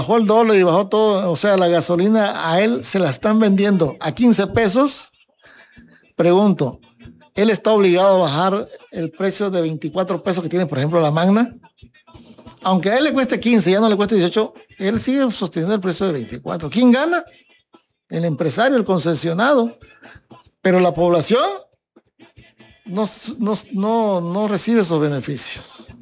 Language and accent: Spanish; Mexico; now in Tapachula, Mexico; Yo tengo 38 años que llegué a Tapachula porque soy originario de Capetagua.